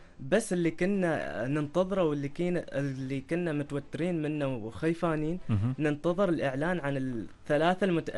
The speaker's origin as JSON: {"language": "Arabic", "country": "Oman", "said": "في كثير شباب موهوبين عندنا في سلطنة عمان"}